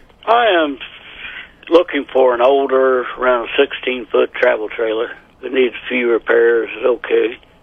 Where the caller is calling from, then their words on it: Marceline, Missouri, United States; Marceline.